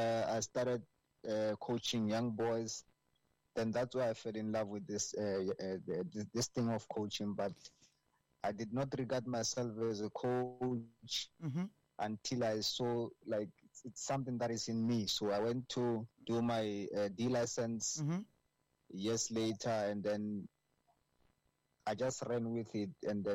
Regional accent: Polokwane, Limpopo, South Africa; coach and founder of Young Pleasant Football Club. Mm-hmm. I come from Polokwane, but outside town, Hamalepo Arampiri.

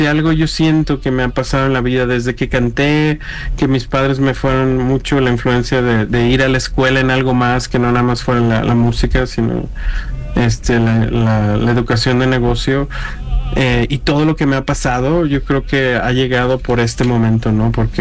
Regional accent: Mexico City, Mexico; born there; Yo nací en el DF, en Azcapotzalco.

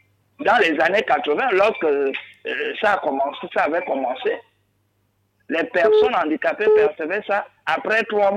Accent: Gabon; Vous êtes Gabonais, nous sommes des Gabonais, nous qui avions voté tous Olivier Nguema, y compris vous.

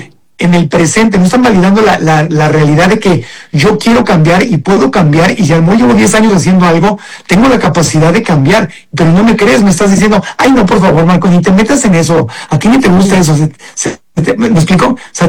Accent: Acapulco, Guerrero, Mexico; born or raised there

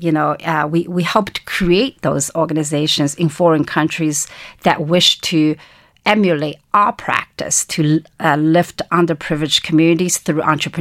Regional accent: China; moved away; I was born and raised in China during the Cultural Revolution.

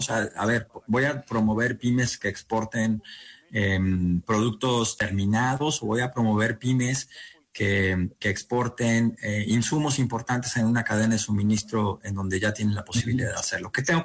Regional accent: Mexico

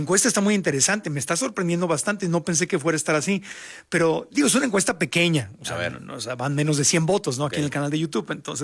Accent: Mexico; yo mismo como mexicano

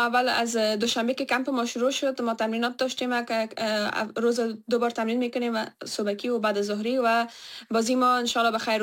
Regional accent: Afghanistan; اگه ما خارج از افغانستان هستیم و میتونیم بازی کنیم، ای بر ما هم راحت نیست

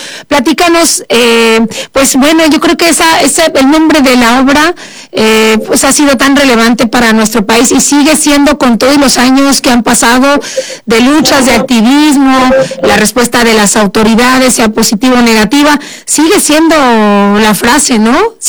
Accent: Mexico; habla mucho de cómo somos los mexicanos, ¿no?

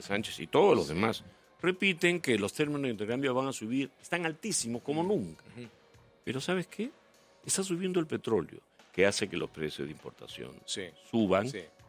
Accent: Peru; Somos los peruanos

